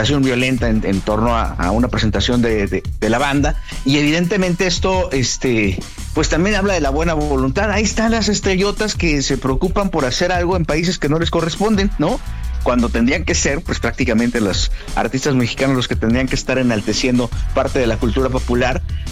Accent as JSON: {"language": "Spanish", "country": "Mexico", "said": "el reconocimiento que tiene nuestra sociedad, que tenemos como mexicanos, y evidentemente de la grandeza que hay en nuestro país"}